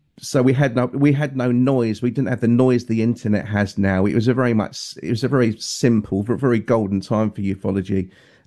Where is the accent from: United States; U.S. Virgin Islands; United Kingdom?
United Kingdom; England; as an Englishman